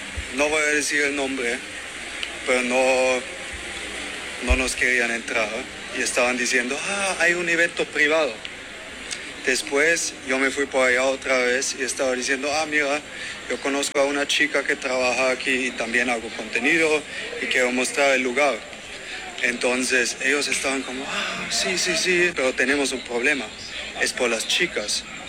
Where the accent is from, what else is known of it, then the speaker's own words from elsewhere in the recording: Medellín, Antioquia, Colombia; nosotros somos de Medellín y son las novias de nosotros.